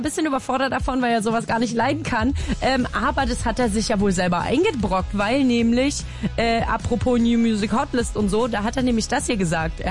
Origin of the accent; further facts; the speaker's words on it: Leipzig, Saxony, Germany; Also, ich komme ja aus Leipzig.